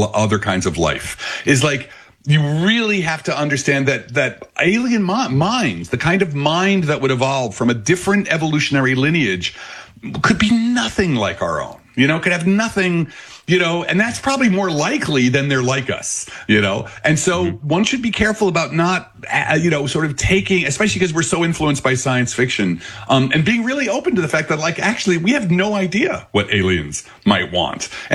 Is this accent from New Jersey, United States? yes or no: yes; Belleville, New Jersey, United States